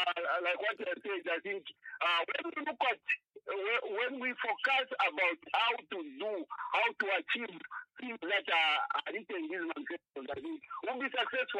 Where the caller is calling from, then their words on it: Solwezi, North-Western Province, Zambia; Ndakara from Solwezi.